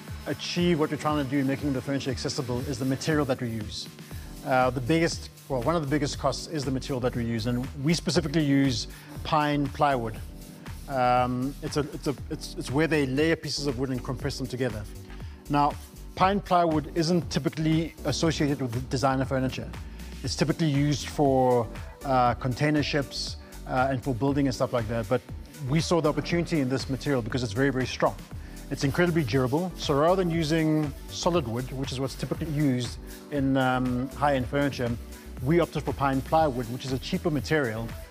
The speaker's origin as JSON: {"language": "English", "country": "South Africa", "said": "I'm South African"}